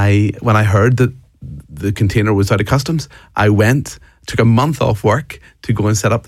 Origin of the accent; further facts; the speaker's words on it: Ireland; you might get from my accent, I'm from Ireland, and a lot of my family are builders.